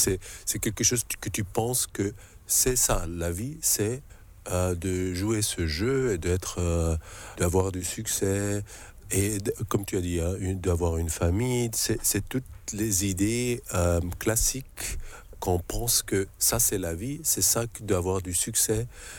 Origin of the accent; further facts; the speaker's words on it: Switzerland; born there; je suis né en Suisse, mon père était avocat, donc j'étais né dans un environnement assez riche, dans une zone assez riche de la Suisse.